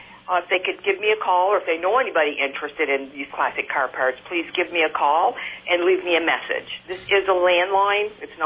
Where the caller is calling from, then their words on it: Essex, Vermont, United States; from Essex.